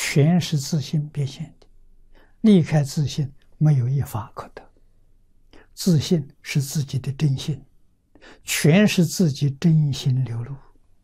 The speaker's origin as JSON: {"language": "Chinese", "country": "China", "said": "我们中国人"}